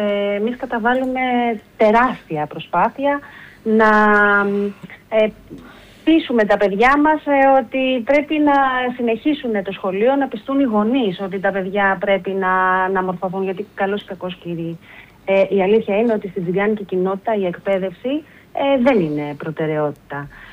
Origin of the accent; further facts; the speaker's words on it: Greece; απευθύνομαι γενικά ως Ελληνίδα μητέρα